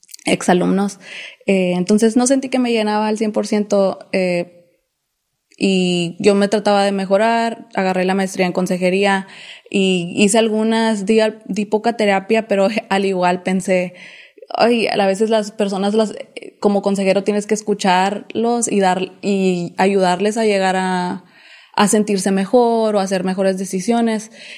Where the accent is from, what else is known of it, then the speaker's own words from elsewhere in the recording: Hidalgo, Texas, United States; Spanish is a second language; moved away; Yo soy del Valle de Río Grande, de Hidalgo, para ser específica. Mucha gente, en vez de decirles Hidalgo, donde realmente crecí, les digo McAllen porque es lo que todos... Es la ciudad más grande ahí, pero es frontera con Reynosa, Tamaulipas.